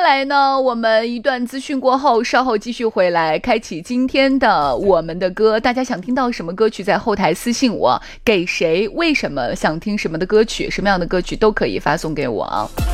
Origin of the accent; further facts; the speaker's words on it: Shaanxi, China; 我们陕西话用啪子来说啊